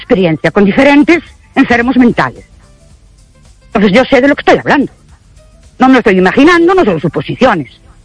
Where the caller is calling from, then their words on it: Ourense, Galicia, Spain; de Ourense